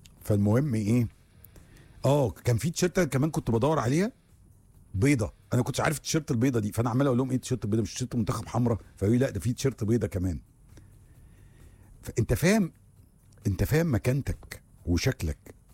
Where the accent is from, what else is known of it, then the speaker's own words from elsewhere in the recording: Egypt; صورة محترمة لازم تطلع مننا كمصريين